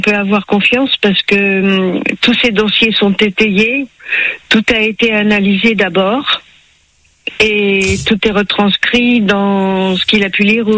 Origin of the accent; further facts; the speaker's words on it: Paris, Île-de-France, France; Moi, j'ai des origines bretonnes. Hein. Mmh. Je suis parisienne, je suis née dans le 20e, je vis dans le 20e.